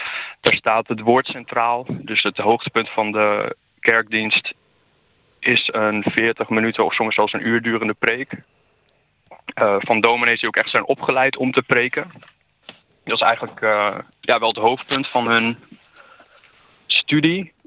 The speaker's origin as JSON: {"language": "Dutch", "town": "Wierden", "region": "Overijssel", "country": "Netherlands", "tie": "born or raised there", "also_born_or_lived": "Almelo", "said": "Ja, ik ben een geboren Twentenaar, dus ik kom uit Almelo. En voordat ik 1 jaar oud was, zijn mijn ouders naar Wierden verhuisd."}